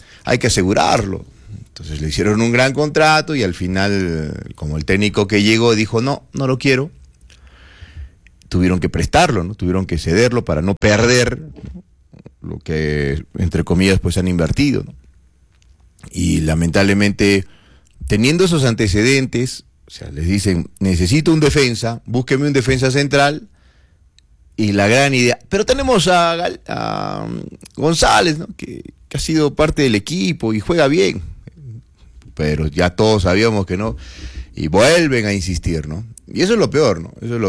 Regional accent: Arequipa, Peru

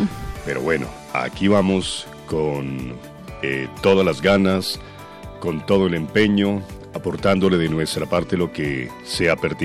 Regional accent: Colombia; somos colombianos

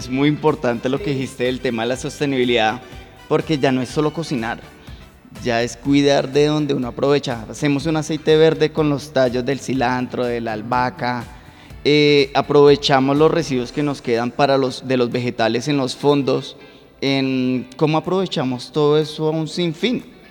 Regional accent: Girardot, Cundinamarca, Colombia; now in Bogotá, Colombia; yo soy de Girardot, yo no soy de acá de Bogotá, pero yo vi siempre enamorado de Bogotá después de trabajar en varios hoteles en Girardot

